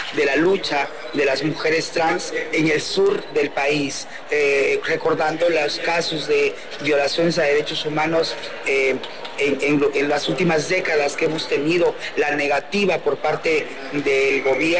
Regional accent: Chiapas, Mexico; Venimos del estado de Chiapas.

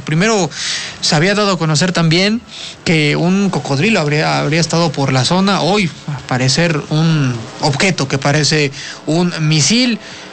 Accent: Mexico; celebraciones que como mexicanos celebramos bastante.

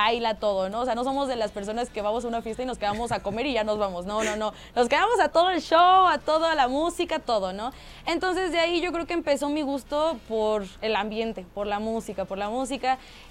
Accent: Mexico City, Mexico; Soy de Ciudad de México.

